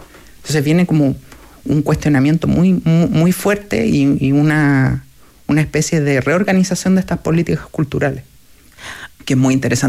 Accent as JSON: {"language": "Spanish", "town": "Santiago", "region": "Santiago Metropolitan Region", "country": "Chile", "tie": "born there", "said": "yo nací en Independencia."}